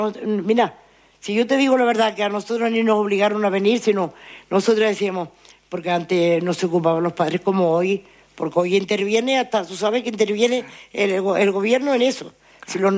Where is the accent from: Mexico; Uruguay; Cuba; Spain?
Spain; Anaga, Canary Islands; yo no soy sino de Lomo Largo, no te puedo hablar del otro barrio.